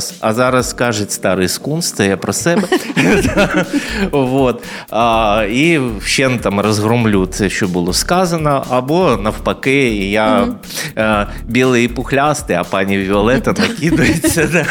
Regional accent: Lviv, Lviv Oblast, Ukraine; now in Odesa, Ukraine; я не народився в Одесі. Я зі Львова.

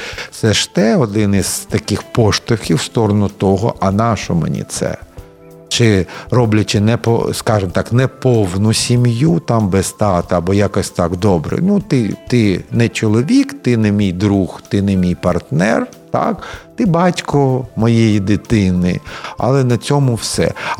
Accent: Odesa, Odesa Oblast, Ukraine; багатонаціональну мою рідну Одесу, в якій вже шосте покоління мешкає моїх ancestors, тобто там дуже-дуже вже це давно

